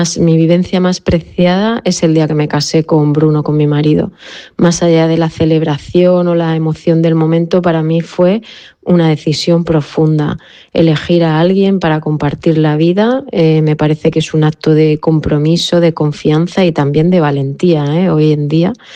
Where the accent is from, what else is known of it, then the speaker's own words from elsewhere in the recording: Ceuta, Spain; yo soy de Ceuta